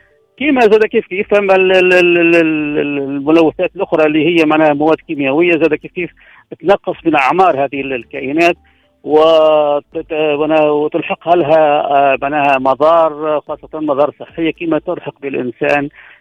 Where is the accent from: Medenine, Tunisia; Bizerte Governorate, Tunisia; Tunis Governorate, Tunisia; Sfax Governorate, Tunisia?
Medenine, Tunisia; Djerba